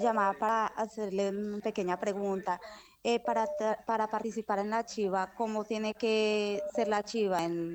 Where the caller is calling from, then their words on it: Neira, Caldas, Colombia; De Neira.